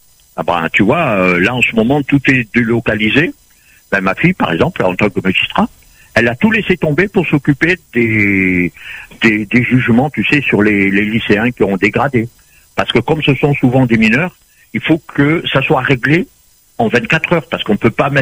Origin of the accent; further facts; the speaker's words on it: Réunion, France; now in Bordeaux, France; Je suis parti de la Réunion, il devait faire une petite trentaine de degrés. Et je suis arrivé à Bordeaux, il y avait de la neige. C'est la première fois de ma vie que je voyais la neige.